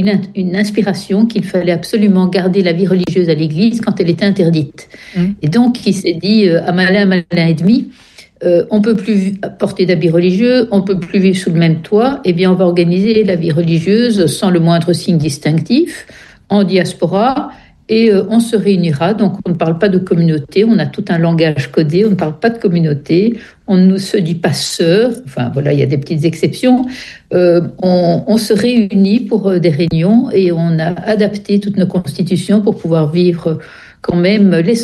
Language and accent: French; Brussels, Brussels-Capital Region, Belgium; Je suis de Bruxelles.